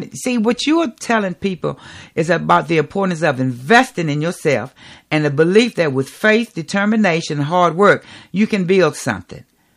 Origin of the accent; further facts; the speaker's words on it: Danville, Virginia, United States; I was raised in Cardinal Village. I graduated in 1984 from George Washington High School. We are the 1982 AAA State Football Champions.